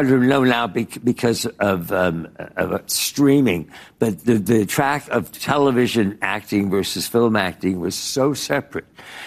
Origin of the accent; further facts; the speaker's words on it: East Coast, United States; Well, I grew up in the East Coast. I was in all boys sort of private prep schools and this and that.